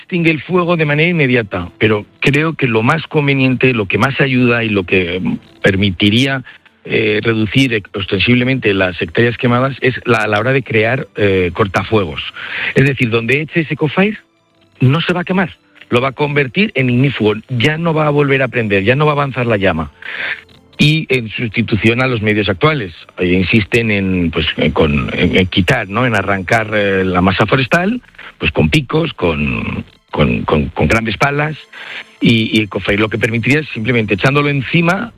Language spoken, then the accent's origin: Spanish; Zaragoza, Aragon, Spain; al final nosotros somos de Aragón, de Zaragoza, hay mucha gente que nos contacta